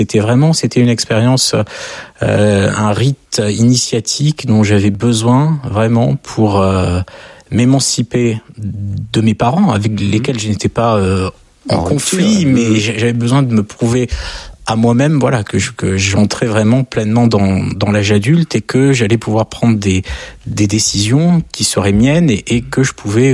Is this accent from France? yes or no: yes; France